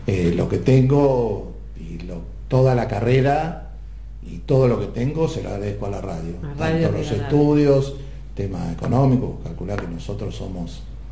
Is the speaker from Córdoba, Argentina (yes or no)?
no; General Villegas, Buenos Aires Province, Argentina; moved away; Yo me acuerdo de chico en Villegas de escuchar las radios zonales